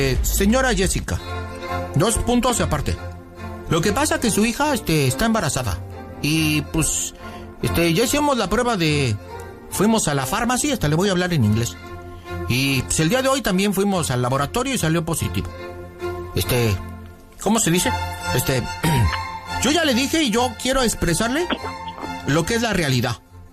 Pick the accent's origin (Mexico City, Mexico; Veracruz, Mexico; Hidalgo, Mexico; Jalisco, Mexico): Mexico City, Mexico; Xochimilco; porque así nací yo, pues yo soy del barrio acá del Xochimilco.